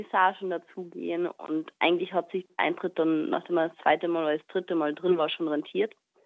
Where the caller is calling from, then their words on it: Innsbruck, Tyrol, Austria; Von Innsbruck.